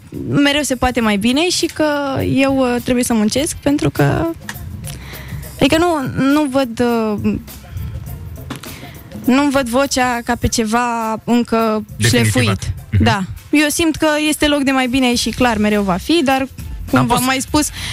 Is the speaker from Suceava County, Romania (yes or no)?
yes; Suceava, Suceava County, Romania; Eu sunt din Suceava.